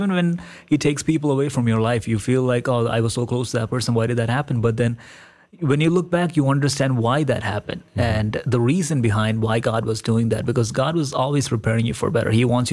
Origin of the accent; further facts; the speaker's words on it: Kerala, India; growing up in India, growing up in Kerala always brings a smile to my face when I think about it